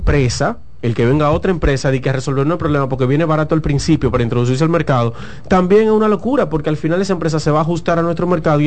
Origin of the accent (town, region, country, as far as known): Dominican Republic